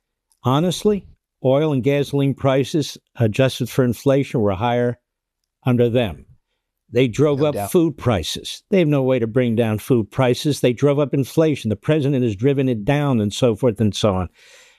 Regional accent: Pennsylvania, United States; Senator, you know, my home state, Pennsylvania and so forth, you're looking at the midterms.

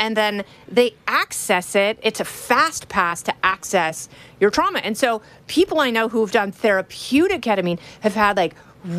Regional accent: Indiana, United States; Yes. I am a Hoosier.

